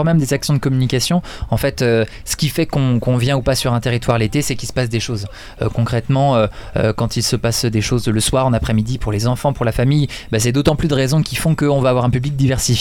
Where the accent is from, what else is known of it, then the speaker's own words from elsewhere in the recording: Brittany, France; now in Domfront, France; Non, moi je suis breton, je suis de l'autre côté de la frontière.